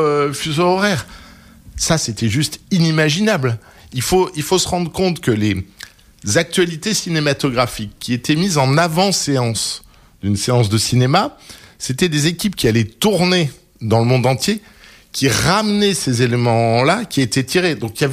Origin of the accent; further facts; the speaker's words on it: La Rochelle, Nouvelle-Aquitaine, France; moved away; je suis originaire de La Rochelle.